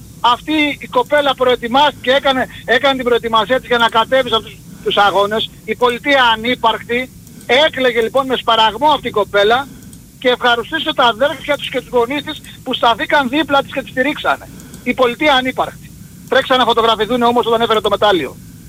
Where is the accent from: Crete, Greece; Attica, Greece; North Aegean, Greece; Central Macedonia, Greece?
Crete, Greece; Chania; Σάβα, είμαι από Χανιά.